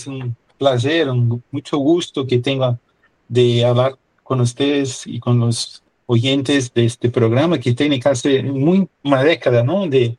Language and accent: Spanish; Rio de Janeiro, Brazil; Spanish is a second language; yo soy saxofonista, trabajé con música muchos años, yo soy de Río de Janeiro, entonces la formación que tengo viene del jazz y de la música instrumental de Brasil